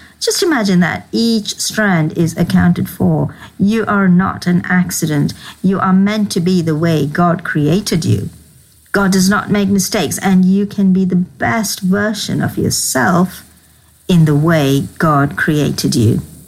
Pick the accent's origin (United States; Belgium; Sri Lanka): Sri Lanka; moved away; I'm originally from Sri Lanka. Actually, my roots go to South India.